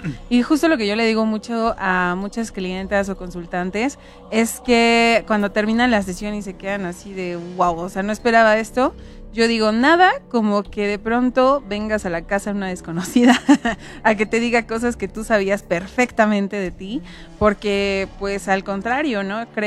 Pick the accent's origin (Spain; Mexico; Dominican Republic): Mexico; Puebla; Sí, soy hija de San Manuel.